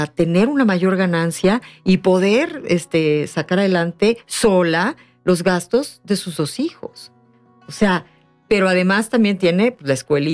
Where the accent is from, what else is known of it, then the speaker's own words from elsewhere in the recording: Mexico; siendo mexicanas